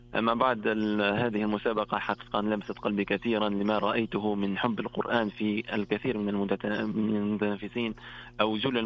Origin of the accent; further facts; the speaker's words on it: Tunisia; وأعود إلى بلدي تونس وأحفز طلبتي.